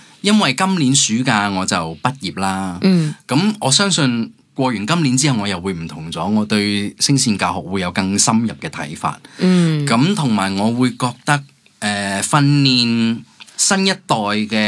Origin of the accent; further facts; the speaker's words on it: Hong Kong; moved away as an adult; also born or lived in United Kingdom; 当然我灵魂是很欧洲但是香港是我土生土长的地方、是我成长的地方、初次接触戏剧以前在学校参加剧社、就是香港、当然我在英国受了 training